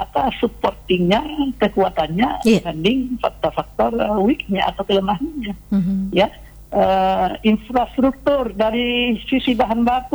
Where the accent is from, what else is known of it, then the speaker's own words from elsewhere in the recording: Bone, South Sulawesi, Indonesia; Saya karena orang Bone, saya boleh menunjuk daerah saya di bawah.